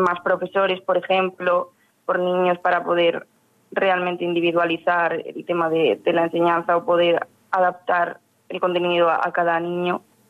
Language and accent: Spanish; Community of Madrid, Spain; Inclusive en Madrid los fuegos se acercaron a mi pueblo